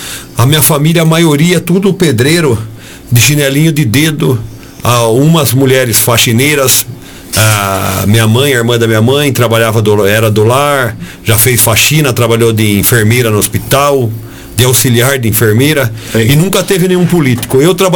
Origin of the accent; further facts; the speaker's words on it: Sorocaba, São Paulo, Brazil; eu vim da periferia de Sorocaba